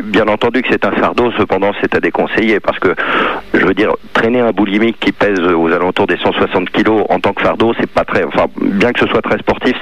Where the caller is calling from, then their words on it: Issy-les-Moulineaux, Île-de-France, France; J'appelle d'ici les Moulineaux